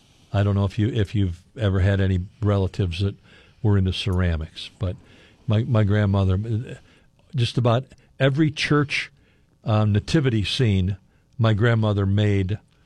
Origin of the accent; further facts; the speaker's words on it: Lamont, United States; Except that in where I grew up in Lamont, population 5,000, we had three Catholic grammar schools.